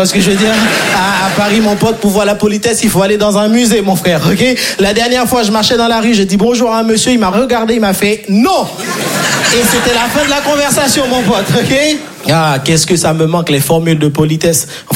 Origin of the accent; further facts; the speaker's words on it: Haiti; Moi, je viens de Haïti.